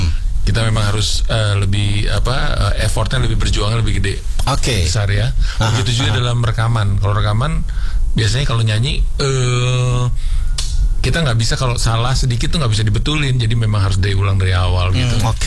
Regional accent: Bandung, West Java, Indonesia; also born or lived in Tanjung Pandan; Iya, lahirnya di Tanjung Pandan, kembali ke Bandung gitu.

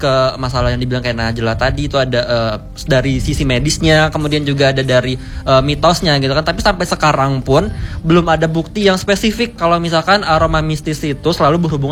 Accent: Indonesia; kita kan hidup besar di Nusantara

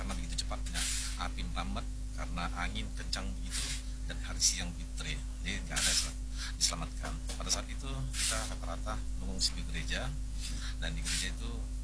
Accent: Lhokseumawe, Aceh, Indonesia; also born or lived in Medan; Karena selain saya lahir di Medan, di Tapanuli, tapi saya besar di Aceh ini, khususnya di Kota Loksumawe.

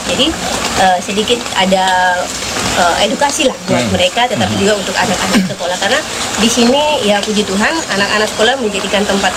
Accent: Biak, Southwest Papua, Indonesia; now in Sorong, Indonesia; kecintaan saya terhadap budaya saya Papua pada umumnya, walaupun dari Biak, tetapi umumnya saya cinta sama budaya Papua.

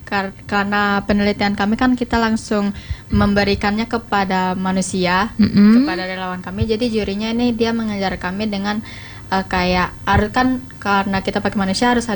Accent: Papua, Indonesia; tong dari Papua.

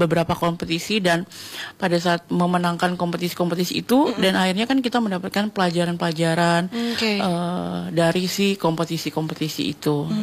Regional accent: Papua, Indonesia; Dan waktu itu aku Papua, istilahnya Indonesia Timur satu-satunya yang bisa lolos masuk jadi lima besar.

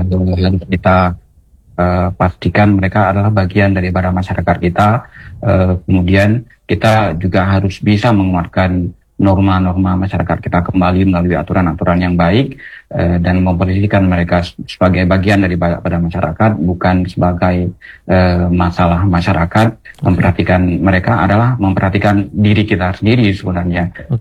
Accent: Aceh, Indonesia; Sementara kita di Aceh dan di Indonesia secara keseluruhan bahwa kepentingan menja

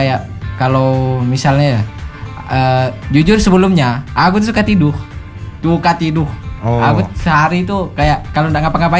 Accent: Sambas, West Kalimantan, Indonesia; Kayak saya ini dari Sambas gitu kan. Mau memperkenalkan lah budaya-budaya Sambas kepada orang-orang se-Kalimantan Barat gitu.

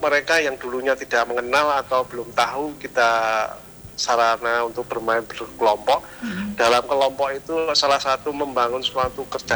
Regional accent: Klaten, Central Java, Indonesia

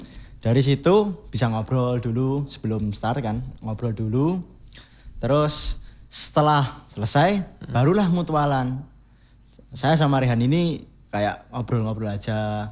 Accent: Karanganyar, Central Java, Indonesia; Aku dari Karanganyar.

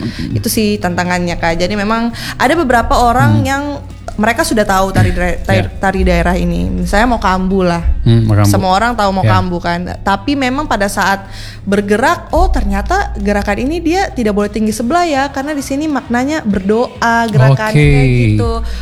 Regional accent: Sulawesi, Indonesia; also born or lived in Bali; Kebetulan saya ini juga orang Bali. Bali. Tapi saya besarnya di Sulawesi.

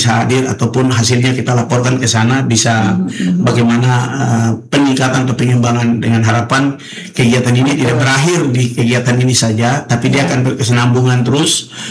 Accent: Papua, Indonesia; now in Manokwari, Indonesia; kami di Manokwari Papua Barat

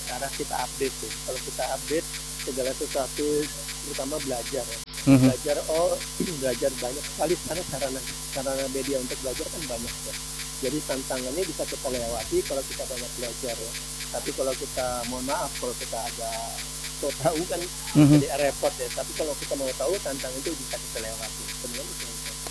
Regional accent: Manado, North Sulawesi, Indonesia; Iya, betul. Kita dari Manado.

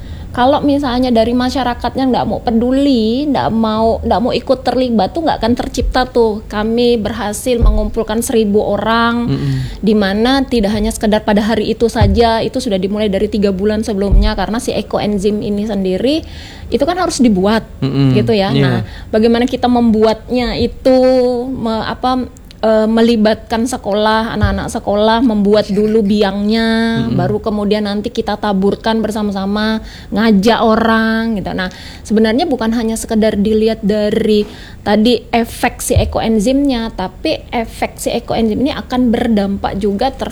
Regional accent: Pontianak, West Kalimantan, Indonesia; Dulu parit-parit Ali Anyang itu, saya kecilnya di Ali Anyang.

